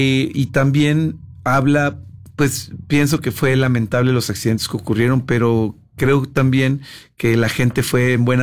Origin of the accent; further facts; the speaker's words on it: Mexico; Nosotros somos mexicanos comemos chile y bailamos de cierta manera y festejamos de cierta manera.